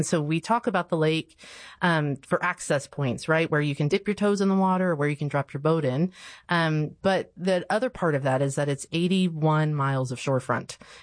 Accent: New Braunfels, Texas, United States; So I grew up in New Braunfels in Comal County, and I love New Braunfels with my whole heart.

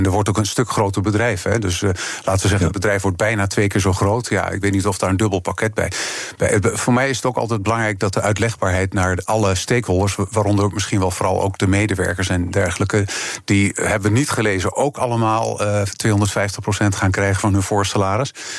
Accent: Netherlands; als Nederlander

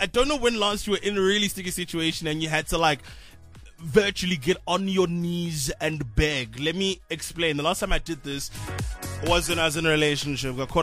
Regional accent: Pretoria, Gauteng, South Africa; Firstly, I'm a man from Pretoria.

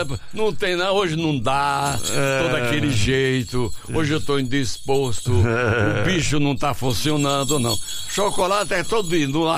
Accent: Sousa, Paraíba, Brazil; born there; Minha querida Adriana, eu nasci em Souza, na Paraíba, entendeu? A 440 quilômetros de João Pessoa, no açude de São Gonçalo, que fica no município de Souza.

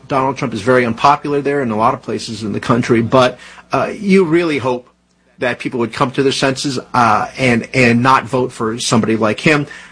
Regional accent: New Jersey, United States; this is, I think, the 12th or the 13th congressional district in New Jersey, my home state, and that's further up.

